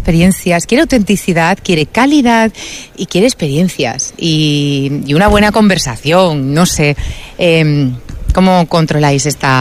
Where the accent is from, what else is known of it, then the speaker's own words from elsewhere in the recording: Huelva, Andalusia, Spain; en Huelva, en la capital, que es de donde yo vengo